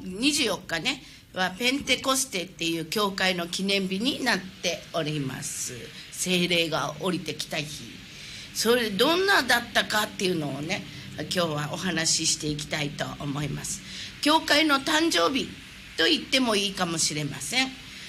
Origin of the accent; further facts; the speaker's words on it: Okinawa, Japan; 私たちは沖縄の人は英語喋れるかもしれないけど